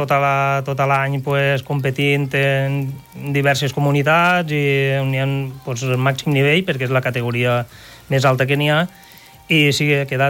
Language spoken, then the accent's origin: Catalan; Villalonga, Valencian Community, Spain; Jo sóc de Villalonga.